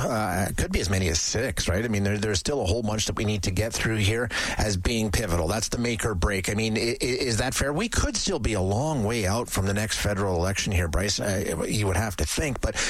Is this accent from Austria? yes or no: no; Canada; I'm not going to go on foreign soil and attack my prime minister. I'm a Canadian.